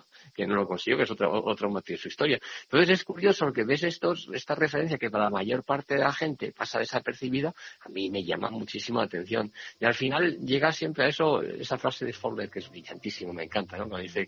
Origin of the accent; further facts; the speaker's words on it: Spain; y luego, claro, nosotros como españoles, como cariño que le tenemos, como el Papa de Peñíscola